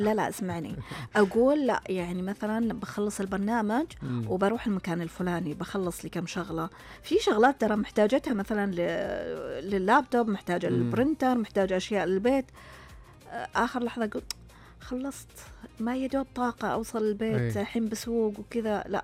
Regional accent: Saudi Arabia

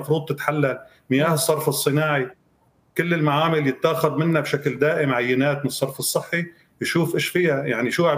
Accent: Aleppo, Aleppo Governorate, Syria; عندنا في حلب مثلا أو في سوريا

